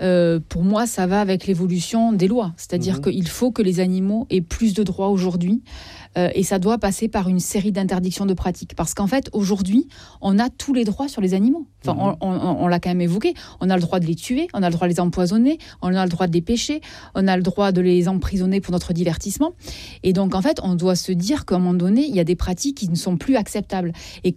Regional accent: South-West France, France; Je suis du Sud-Ouest.

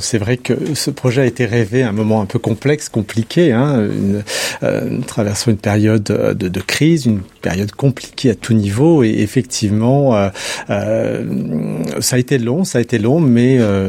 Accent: Saint-Priest, Auvergne-Rhône-Alpes, France; also born or lived in Lyon; j'ai jamais voulu couper le cordon avec la ville qui m'a vu grandir. D'ailleurs, je vis toujours à Saint-Priest. Effectivement, je suis né à Lyon, mais j'ai toujours vécu à Saint-Priest. Donc, je connais ses rues, ses habitants.

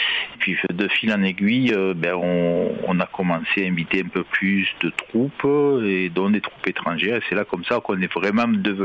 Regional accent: France; nous, les Français

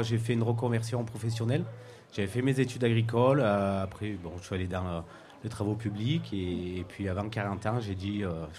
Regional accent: Saint-Bonnet-en-Champsaur, Provence-Alpes-Côte d'Azur, France; Moi, je suis originaire de Saint-Bonnet

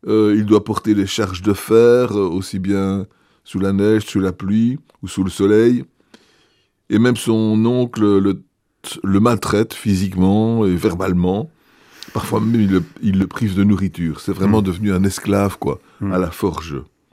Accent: Liège, Wallonia, Belgium; chez nous à Liège

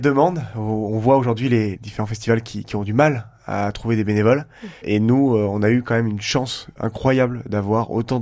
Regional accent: Pélussin, Auvergne-Rhône-Alpes, France; Nous, on est de Pélussin, principalement, des côtes d'arrêt pour Marine.

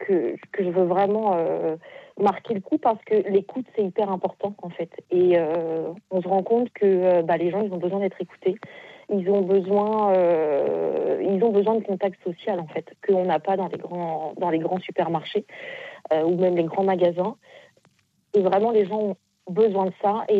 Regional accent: Beaulieu-Roi, France; Alors, moi, je suis de Beaulieu-Roi, donc nous sommes 1300 habitants.

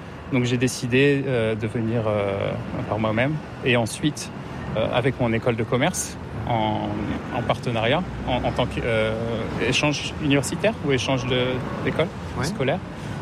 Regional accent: Lorient, Brittany, France; puisque la Bretagne, je suis de Lorient, la cité aux multiples ports

